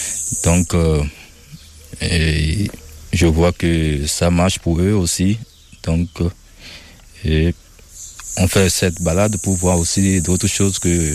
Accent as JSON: {"language": "French", "country": "Togo", "lives_now": "Switzerland", "said": "Et moi, je suis un Togolais, donc je réside en Suisse."}